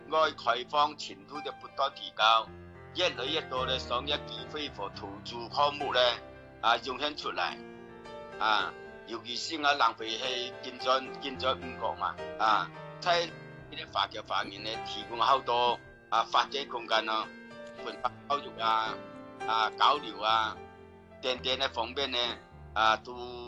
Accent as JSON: {"language": "Chinese", "country": "China", "moved": "yes", "lives_now": "South Africa", "said": "作为中国人啊，无论身处何地"}